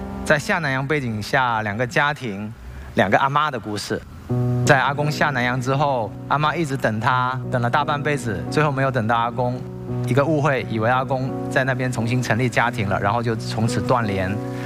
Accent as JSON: {"language": "Chinese", "town": "Shantou", "region": "Guangdong", "country": "China", "tie": "born or raised there", "said": "我从小在潮汕长大嘛，然后潮汕又是一个侨乡"}